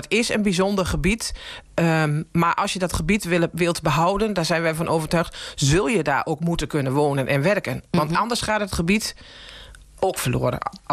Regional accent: Gelderland, Netherlands; born there; moved away as an adult; now in Paasloo, Netherlands; Nou, ik ben ongeveer geboren op de Duitse grens, dus echt helemaal in de Achterhoek.

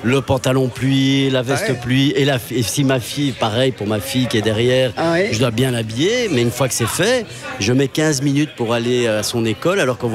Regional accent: Ixelles, Brussels-Capital Region, Belgium; Je suis né à Ixelles et j'ai pratiquement toujours vécu à Ixelles et j'y vis encore

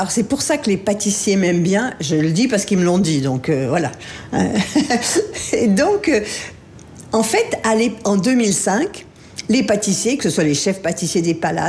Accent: Auvergne-Rhône-Alpes, France; je suis savoyarde

